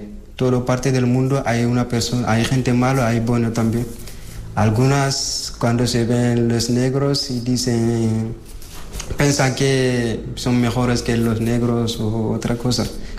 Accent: Mali; Spanish is a second language; moved away; soy de Mali. Yo tengo 18 años.

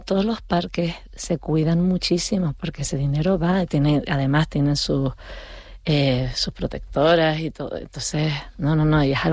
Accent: Canary Islands, Spain; moved away; also born or lived in Hawaii; yo soy canaria y hawaiana. No soy una sin la otra.

